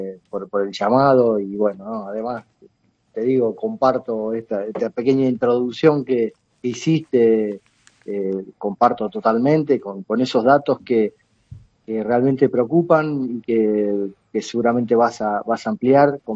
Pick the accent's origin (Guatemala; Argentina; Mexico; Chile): Argentina